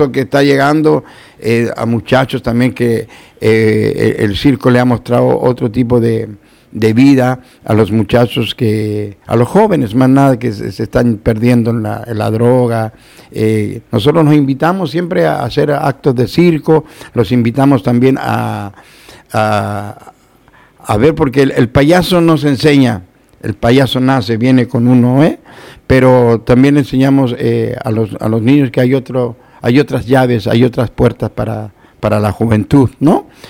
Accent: Argentina; Entonces esas amarguras te llegan a ti como persona, como argentina. Argentina es un país muy grande, muy hermoso, muy de piel.

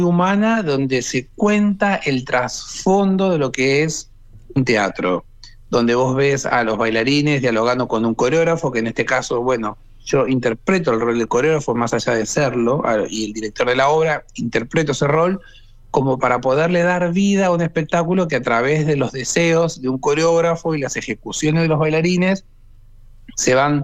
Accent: La Plata, Buenos Aires Province, Argentina; Yo, mira, soy platense, la ciudad es muy linda también.

